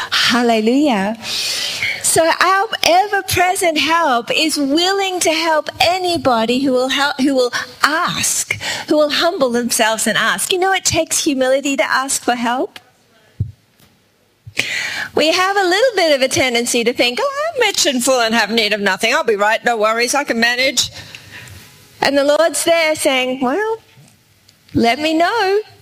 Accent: Australia; We are from Australia. That's why my accent's a little different

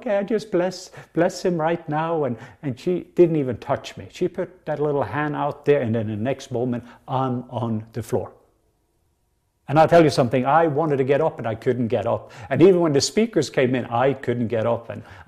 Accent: Norway; English is a second language; I came all the way from Norway and I'd saved money for 6 months

